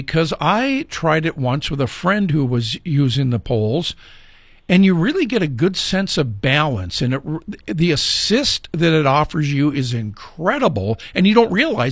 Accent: Duluth, Minnesota, United States; I'm from Duluth.

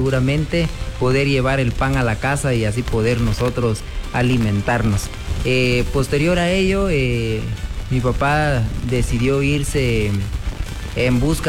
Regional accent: San Cristóbal Verapaz, Alta Verapaz, Guatemala; born there; Yo nací en San Cristóbal, Alta Verapaz, aldea Chiyuc, el 16 de septiembre

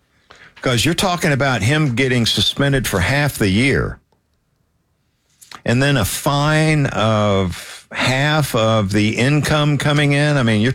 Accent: Deep South, United States; growing up in the Deep South and admiring all of these big-time football programs

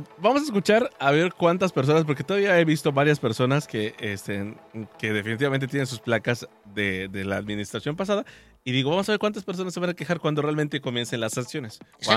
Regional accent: Mexico; como mexicanos de por sí dejamos todo para último momento.

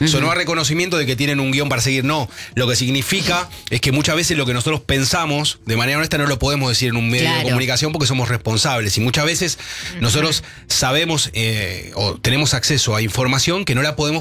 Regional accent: Buenos Aires, Argentina; República de Barracas, de donde yo soy originario. Claro, mira. Yo soy nacido en el barrio de Barracas.

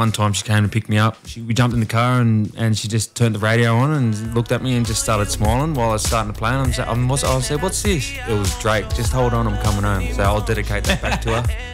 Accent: Maroubra, New South Wales, Australia; I'm a proud Dungari man. I grew up getting around Maroubra and that. All my cousins and stuff like that are all up at Kempsey.

